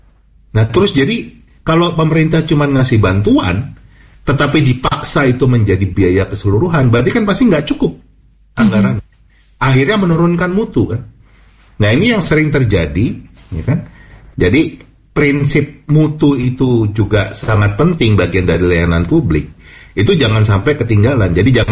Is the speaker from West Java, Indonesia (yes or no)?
yes; West Java, Indonesia; saya juga warga Provinsi Jawa Barat nih